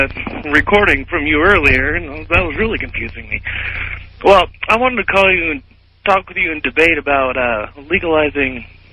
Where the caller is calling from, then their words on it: Ashland, Oregon, United States; I'm in calling from Ashland, Oregon.